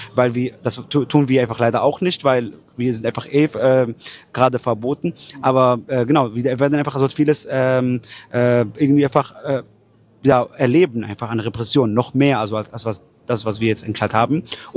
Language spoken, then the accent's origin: German; Palestine